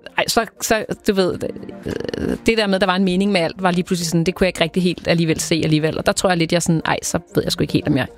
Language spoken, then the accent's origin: Danish; Skovshoved, Capital Region, Denmark; born or raised there